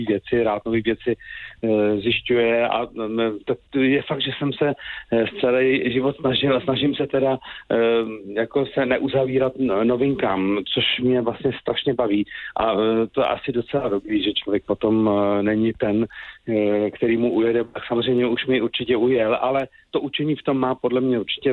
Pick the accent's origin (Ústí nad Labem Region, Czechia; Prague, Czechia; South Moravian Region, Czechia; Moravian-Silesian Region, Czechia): Ústí nad Labem Region, Czechia; Žatec; já jsem byl ze Žadce a ta škola byla v okolo 30 kilometrů, takže jsme hledali, abych mohl denně dojíždět, což se nakonec stalo. Byl jsem na střední průmyslové škole v Chomutově